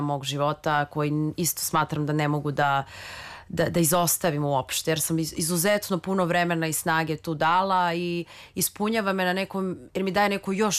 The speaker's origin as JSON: {"language": "Serbian", "country": "Serbia", "said": "nego mi kao mi Srbi ili iz regiona."}